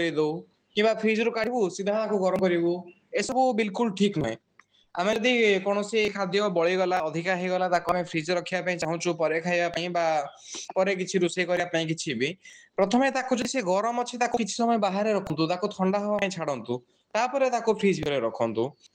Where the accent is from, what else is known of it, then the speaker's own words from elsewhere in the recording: Mayurbhanj, Odisha, India; ମୁଁ ମୟୂରଭଞ୍ଜର ବାସିନ୍ଦା, ବର୍ତ୍ତମାନ ମୁଁ ଆସାମ ବିଶ୍ୱବିଦ୍ୟାଳୟରେ ଶିକ୍ଷା ବିଭାଗ ଛାତ୍ର।